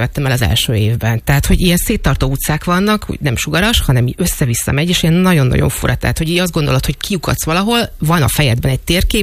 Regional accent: Budapest, Hungary; vagyok Vekkelei, hogy mi 3 évvel ezelőtt, ugye mi egy utcával feljebb költöztünk, tehát mi gyakorlatilag kiköltöztünk Vekkerléről. Tehát én most már kispesti vagyok

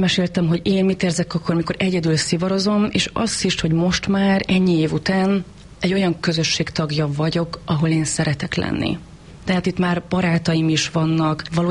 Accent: Borsod-Abaúj-Zemplén, Hungary; Én borsodi lány vagyok egyébként.

